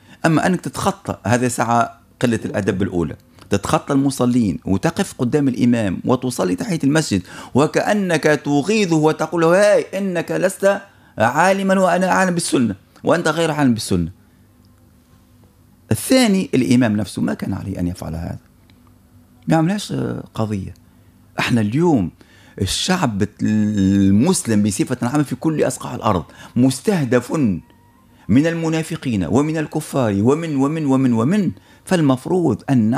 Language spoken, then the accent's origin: Arabic; Tunisia; حتى أنا من تونس